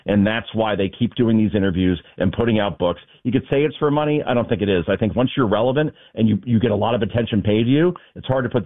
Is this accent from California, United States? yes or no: no; New Jersey, United States; everybody thinks I'm Italian because my name ends in an A and I'm from New Jersey, so therefore I must be Italian. No, I'm actually Spanish.